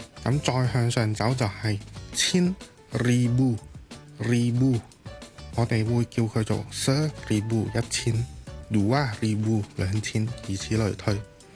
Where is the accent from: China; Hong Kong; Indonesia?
Indonesia; 咁喺印尼语入面咧，都体现到我哋印尼人其实对数字好敏感噶。